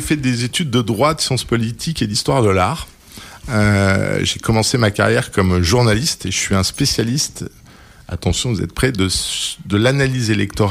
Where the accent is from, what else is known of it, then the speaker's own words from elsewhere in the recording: La Rochelle, Nouvelle-Aquitaine, France; moved away; je suis originaire de La Rochelle.